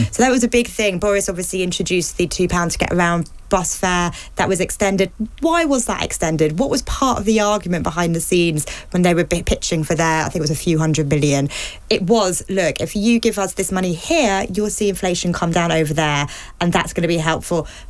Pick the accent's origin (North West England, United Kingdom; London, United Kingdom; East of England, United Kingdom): London, United Kingdom; I'm a Londoner. I got the bus always to school, and they were cheap in London, although we still had to pay back when I was a kid.